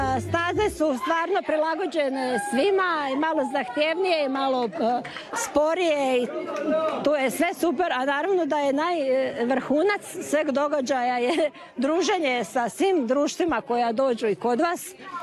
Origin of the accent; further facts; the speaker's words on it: Osijek, Osijek-Baranja County, Croatia; dolazimo iz Osijeka, iz Rušta Bršljan Jankovac.